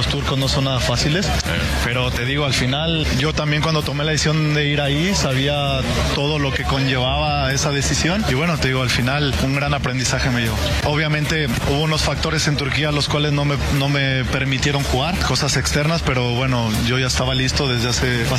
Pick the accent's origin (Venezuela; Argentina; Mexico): Mexico